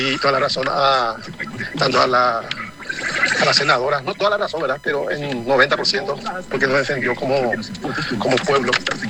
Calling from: Paraguay; como paraguayo

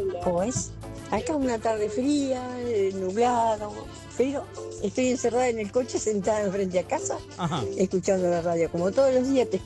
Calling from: General Belgrano, Buenos Aires Province, Argentina; Aunque vivo en General Belgrano, amo Monte.

